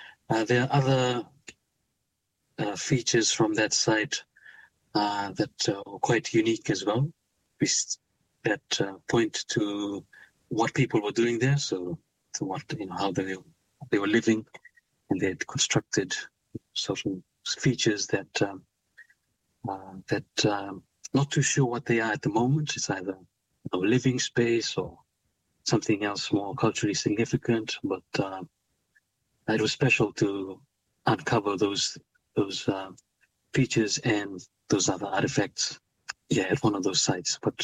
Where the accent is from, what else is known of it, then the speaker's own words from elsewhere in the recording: Viti Levu, Fiji; I spent much of my time growing up in Viti Levu, the other island near Suva.